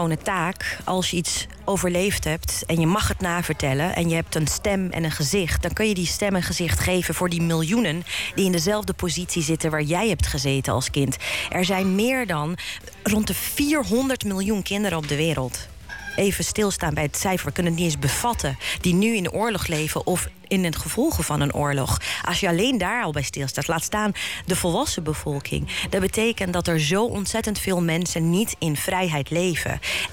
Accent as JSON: {"language": "Dutch", "country": "Bosnia & Herzegovina", "moved": "yes", "lives_now": "The Hague, Netherlands", "said": "maar ik kom nu oorspronkelijk uit Bosnië-Herzegovina."}